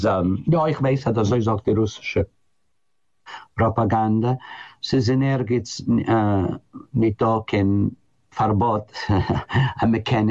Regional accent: United States; German is a second language

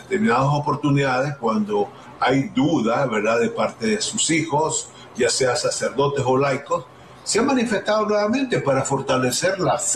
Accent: San Vicente, El Salvador; moved away; Nosotros somos de San Vicente

